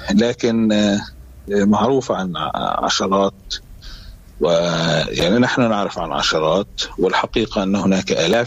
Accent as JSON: {"language": "Arabic", "country": "Palestine", "said": "نحن كفلسطينيين"}